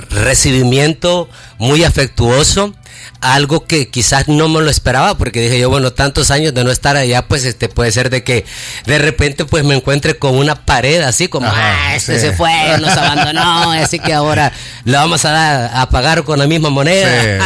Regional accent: El Salvador; moved away as an adult; decido irme y pues empiezo a trabajar como un salvadoreño normal

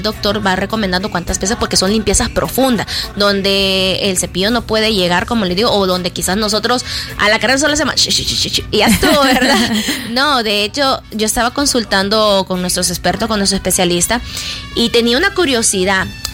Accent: El Salvador; como salvadoreños quizás somos un poco descuidados.

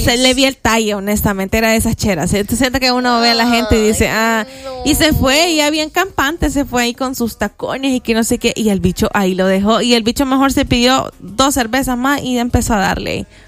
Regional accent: El Salvador; uno como salvadoreño, uno como humano falla y es metido

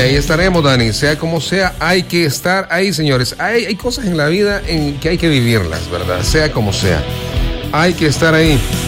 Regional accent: El Salvador

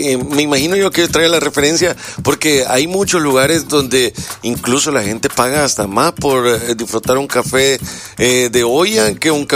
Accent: El Salvador; lo importante que es probar un rico café como todo salvadoreño

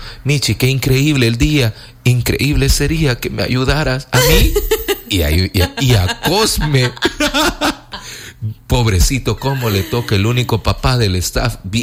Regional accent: El Salvador; Lo que a veces nos ha tocado a nosotros como salvadoreño común.

